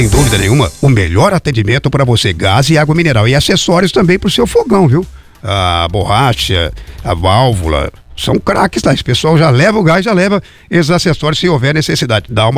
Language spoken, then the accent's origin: Portuguese; Jacarezinho, Paraná, Brazil; Boa, Jacarezinho. Minha terra natal.